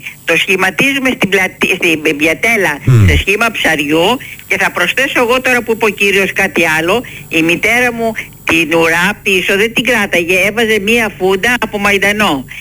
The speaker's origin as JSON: {"language": "Greek", "town": "Plaka", "region": "Attica", "country": "Greece", "said": "Είμαι η κυρία από την Πλάκα."}